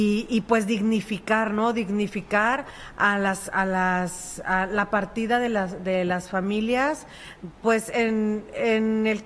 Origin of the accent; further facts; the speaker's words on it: Mexico; de nosotros como mexicanos, como sociedad